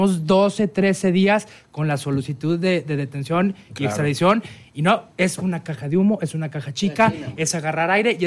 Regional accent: Mexico; Como mexicano no puedo admitir de persona alguna, mucho menos un extranjero, una manifestación como le hizo, de que México no existía hasta la llegada de los españoles.

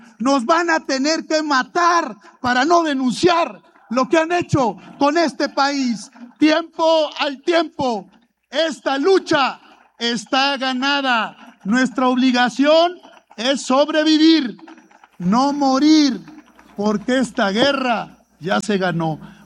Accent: Mexico; Somos mexicanos antes que todo

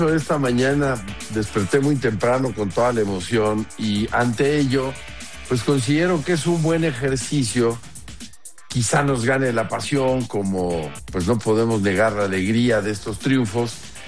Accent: Mexico

